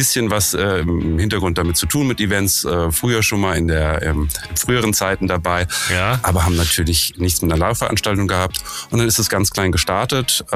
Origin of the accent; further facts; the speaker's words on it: Southern Germany, Germany; now in Berlin, Germany; ich wohne in Berlin, Martin wohnt in Heidelberg. Wir kommen beide aus Süddeutschland.